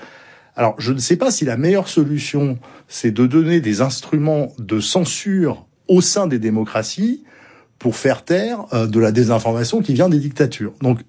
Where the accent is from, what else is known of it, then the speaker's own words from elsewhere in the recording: Bordeaux, Nouvelle-Aquitaine, France; Moi, je suis bordelais